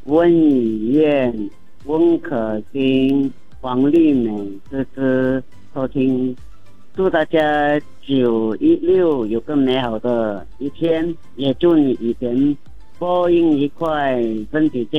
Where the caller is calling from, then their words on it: Kuching, Sarawak, Malaysia; 我是古晋的